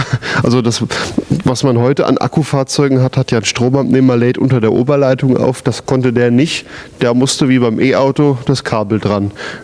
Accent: Hesse, Germany; Ja, in meiner Heimat auf der Lahntalbahn gab es die auch viel, in Limburg waren die viel zu Hause.

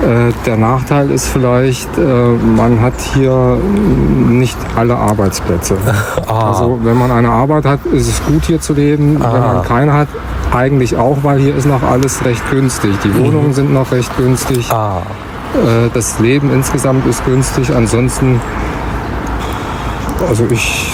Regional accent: Eschwege, Hesse, Germany; Hier ist Ruhe, hier hat man die Natur um sich, man ist schnell im Grün und dann bin ich hier geboren, ist meine Heimat.

